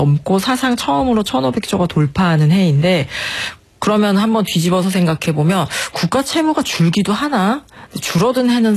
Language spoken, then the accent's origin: Korean; South Korea; 사실은 저도 한국에서 나고 자랐으니까요.